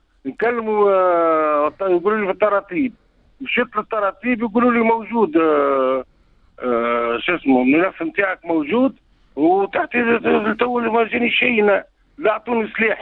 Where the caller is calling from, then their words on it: Sbiba, Kasserine Governorate, Tunisia; من سبيب وليد القصرين